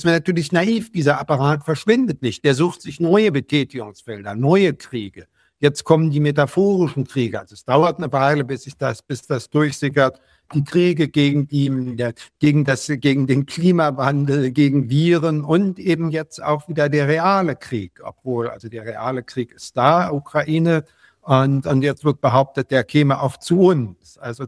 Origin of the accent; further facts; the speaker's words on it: Berlin, Germany; Ich bin in West-Berlin geboren, so, und man konnte nach Ost-Berlin rüberschauen.